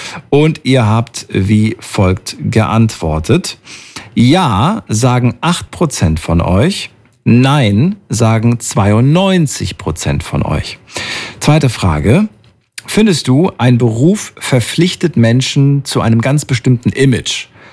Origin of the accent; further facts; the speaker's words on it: Thuringia, Germany; Früher, bin ja aus Thüringen und so weiter, und da war FKK ganz normal, ne, in der ehemaligen, ja, DDR.